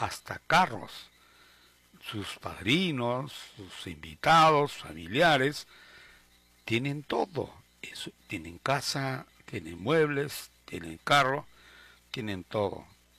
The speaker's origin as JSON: {"language": "Spanish", "country": "Peru"}